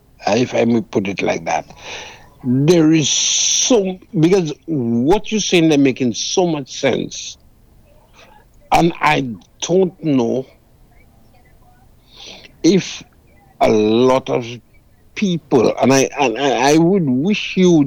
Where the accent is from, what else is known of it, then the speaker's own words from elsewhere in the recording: St. Lucia; I was born and raised in St. Lucia